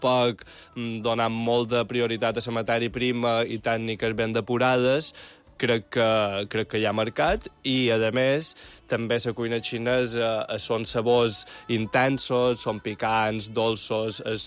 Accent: Balearic Islands, Spain; És a dir, jo som mallorquí, tota la meva família és mallorquina

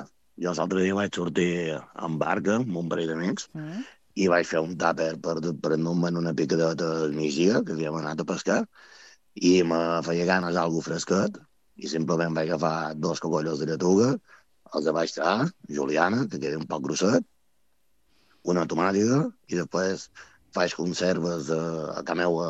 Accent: Ciutadella, Balearic Islands, Spain; nosaltres som de Menorca, Ciutadella, poble petit, entre cometes, tots mos coneixem.

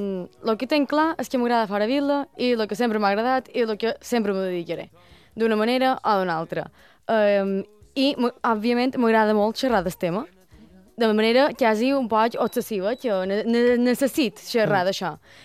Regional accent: Manacor, Balearic Islands, Spain; De Manacor, crec que se nota.

